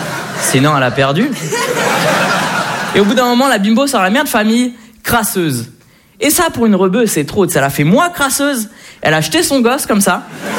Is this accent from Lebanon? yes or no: no; Le Havre, Normandy, France